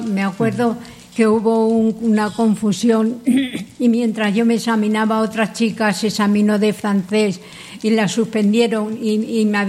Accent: Cáceres, Extremadura, Spain; yo es que nací en Cáceres.

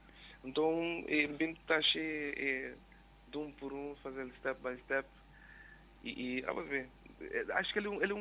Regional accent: Cape Verde

